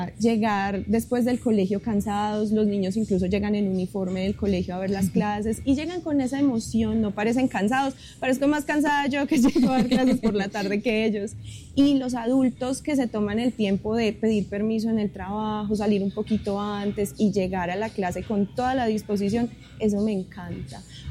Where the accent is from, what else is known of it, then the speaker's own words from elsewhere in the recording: Pereira, Risaralda, Colombia; moved away as an adult; also born or lived in Manizales; now in Santa Rosa de Cabal, Colombia; Yo no soy de Santa Rosa, yo soy pereirana